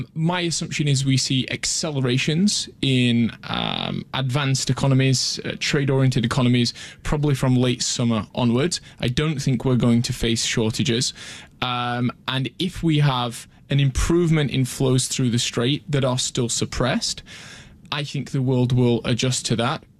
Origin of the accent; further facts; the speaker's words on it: Sheffield, Yorkshire and the Humber, United Kingdom; I'm from Sheffield, I'm a yes. northerner.